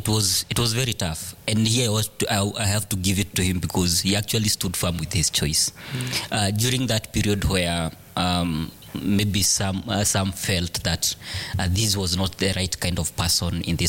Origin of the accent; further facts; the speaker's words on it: Murang'a County, Kenya; I come from the lower side of Muranga. I come from Katanga constituency.